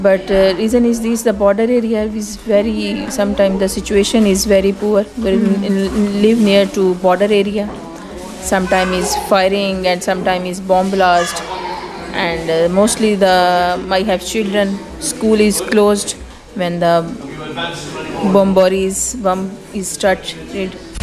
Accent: Azad Kashmir, Pakistan; English is a second language; moved away as an adult; now in Cork, Ireland; I'm from Pakistan, Kashmir.

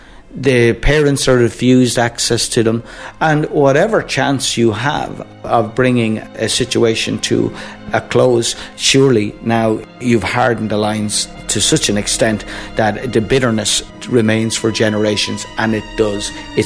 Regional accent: Kildare, Ireland; I grew up in Kildare

